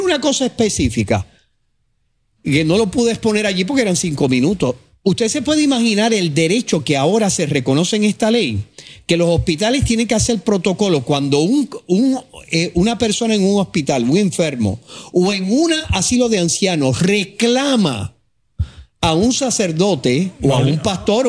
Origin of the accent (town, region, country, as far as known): Puerto Rico